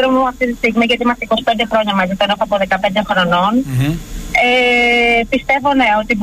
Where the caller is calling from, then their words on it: Varda, Western Greece, Greece; Τηλεφωνώ από Βάρδα.